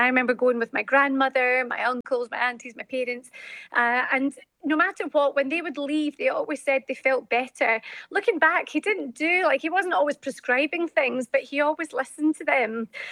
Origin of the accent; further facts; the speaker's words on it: Glasgow, Scotland, United Kingdom; I grew up in the West End of Glasgow, a wee tenement flat. Had all my granny and granddad, my uncle, my auntie, all of us in this little flat.